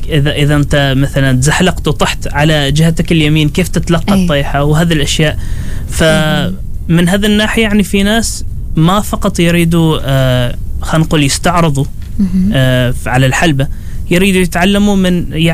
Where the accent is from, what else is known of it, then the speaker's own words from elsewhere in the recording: Oman; هنا عندنا في عمان